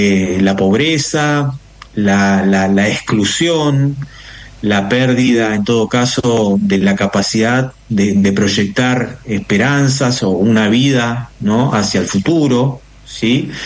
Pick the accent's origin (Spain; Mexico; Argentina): Argentina; Pero creo que también todavía como argentinos no dimensionamos verdaderamente los aportes y la figura de Bergoglio